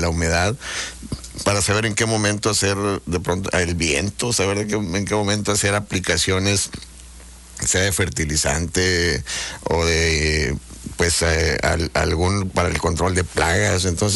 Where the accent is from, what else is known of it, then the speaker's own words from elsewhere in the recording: Madera, Chihuahua, Mexico; moved away; soy originario de un medio rural, de otro estado, allá en Chihuahua, mi natal Chihuahua, pero siempre añorando y recordando la vida de la sierra y entre los pinos, porque mi pueblo está enclavado allá en el municipio de Madera, Chihuahua